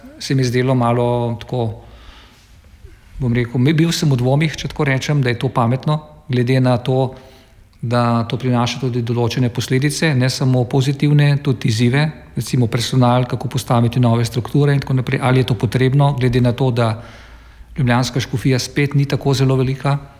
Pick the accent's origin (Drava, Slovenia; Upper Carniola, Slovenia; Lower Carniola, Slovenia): Lower Carniola, Slovenia; Mirna Peč; to sem tudi v mojem domačem kraju povedal. V Mirni peči